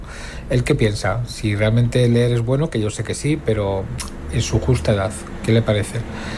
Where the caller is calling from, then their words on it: Madrid, Community of Madrid, Spain; Hola, buenas. … de Madrid.